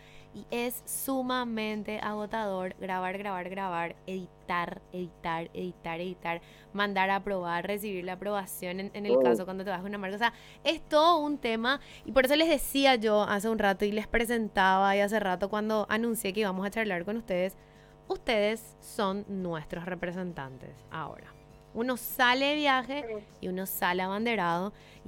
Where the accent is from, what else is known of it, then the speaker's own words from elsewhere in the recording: Paraguay; Somos todos Misses y Misters cuando salimos del país y nos toca decir, yo soy de Paraguay.